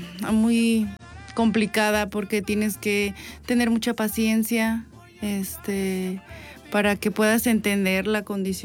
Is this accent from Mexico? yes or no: yes; Pueblo Nuevo, Guanajuato, Mexico; Soy de Pueblo Nuevo, Guanajuato, y soy ama de casa.